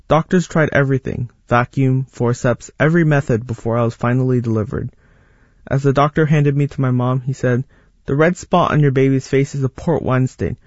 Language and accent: English; California, United States; Growing up in the East Bay, I was easy to recognize.